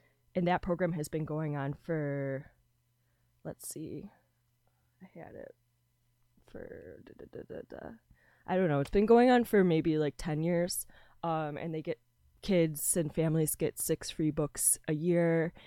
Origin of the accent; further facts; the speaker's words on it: Chicago, Illinois, United States; I'm from Chicago, so growing up, like, Lollapalooza was a huge deal. But I actually didn't really like land in Chicago until 2005